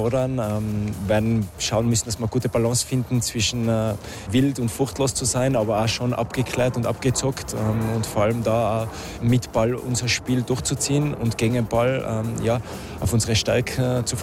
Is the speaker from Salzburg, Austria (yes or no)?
no; Tyrol, Austria; Wir sind Tiroler